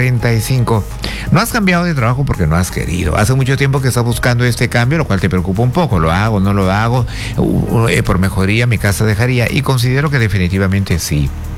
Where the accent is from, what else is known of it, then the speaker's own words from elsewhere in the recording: Tumbes, Peru; moved away; Saludos, Tumbes, mi tierra, el norte del Perú.